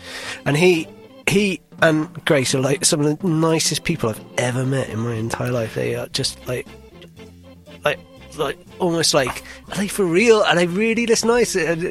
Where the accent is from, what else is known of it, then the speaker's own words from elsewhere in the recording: Wales, United Kingdom; moved away; And I think I might have said I was from Wales.